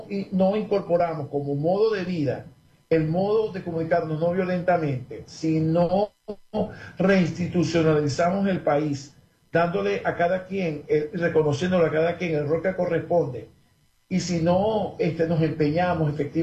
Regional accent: Venezuela

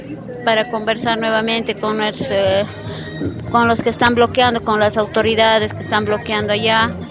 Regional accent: Bolivia; Como bolivianos todos empujaremos, ¿no? Este carro que es nuestro país

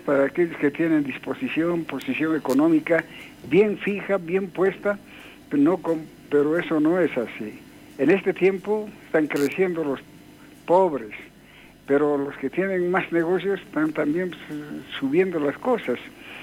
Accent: San Pedro de Buena Vista, Potosí, Bolivia; Ese es mi querido pueblo San Pedro de Buena Vista, de donde he nacido

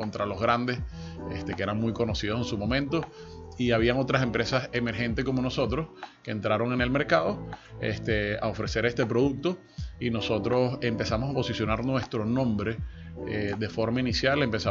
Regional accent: Venezuela

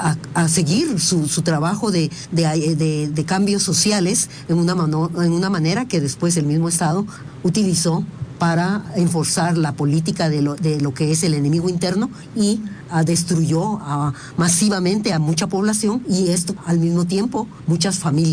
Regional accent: Guatemala; Todos, desde el momento en que somos ciudadanos guatemaltecos, tenemos garantías judiciales que deben ser respetadas.

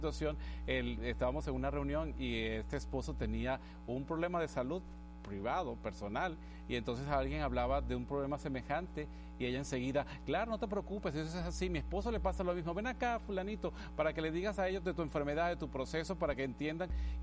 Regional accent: Venezuela; first language Spanish; yo soy de Venezuela, y tenemos el mismo idioma español, pero tenemos diferentes expresiones

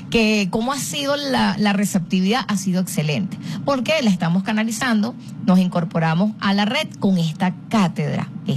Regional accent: Ciudad Bolívar, Bolívar, Venezuela; saludos a mis paisanos, yo soy del estado Bolívar, nací en Ciudad Bolívar

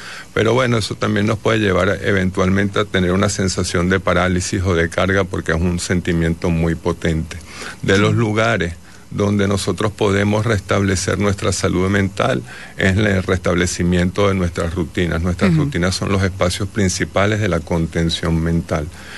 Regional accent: Venezuela; Nosotros como venezolanos formamos parte de un grupo social

